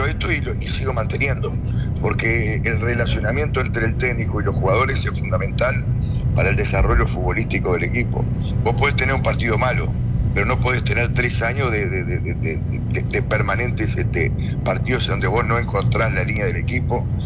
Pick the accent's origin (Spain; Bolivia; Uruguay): Uruguay; Yo soy uruguayo y sé perfectamente la reacción anímica que puede tener el equipo.